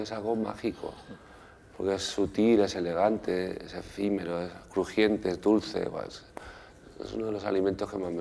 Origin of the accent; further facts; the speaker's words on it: Spain; nosotros somos una familia española normal.